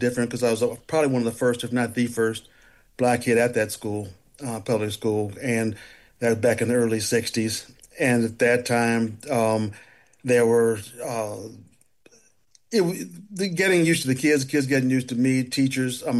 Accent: Denver, Colorado, United States; When I was actually growing up in Denver, Denver's about as white as Detroit is black.

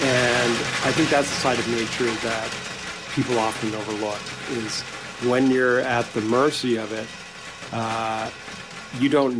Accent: Ontario, Canada; growing up in Northern Ontario

